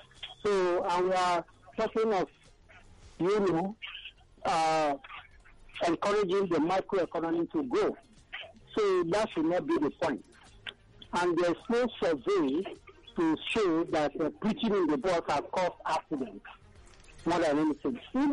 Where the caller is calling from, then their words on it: Abuja, Federal Capital Territory, Nigeria; I'm calling from Abuja.